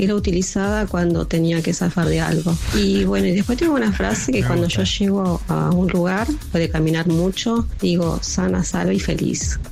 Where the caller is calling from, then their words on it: Florencio Varela, Buenos Aires Province, Argentina; de Florencio Varela.